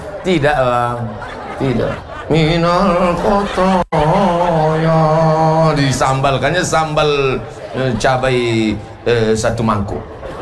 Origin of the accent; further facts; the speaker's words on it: West Sumatra, Indonesia; Saya bukan orang Melayu, Pak Ustaz. Saya Minangkabau, Pak Ustaz.